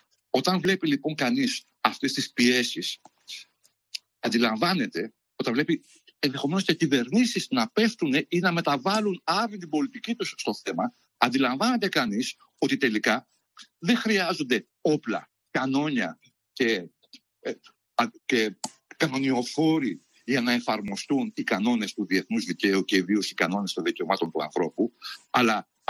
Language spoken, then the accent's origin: Greek; Greece